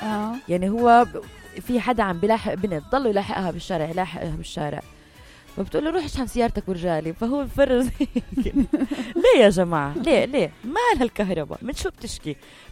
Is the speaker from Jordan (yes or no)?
yes; Jordan; عندنا بالاردن